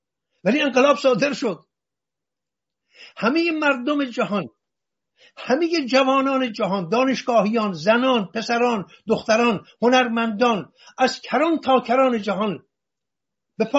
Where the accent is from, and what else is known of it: Iran